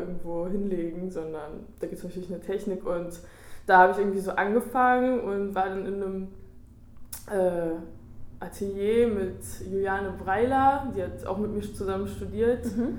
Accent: Berlin, Germany; born there; moved away as an adult; now in Hamburg, Germany; Ich bin eigentlich geboren in Berlin, aber habe studiert in Hamburg Modedesign

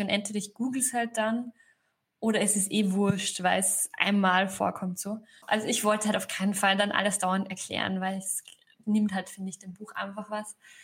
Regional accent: Austria; accent: Austrian dialect; now in Berlin, Germany; Ich war so lange jetzt in Österreich, dass ich es einfach echt vergessen habe, so wie stark mein Dialekt sein kann.

